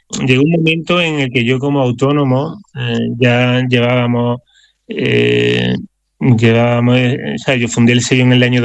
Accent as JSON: {"language": "Spanish", "town": "Córdoba", "region": "Andalusia", "country": "Spain", "said": "Yo, claro, también soy de Córdoba y seguía muy de cerca desde hacía años la ingente labor de Manuel Pimentel"}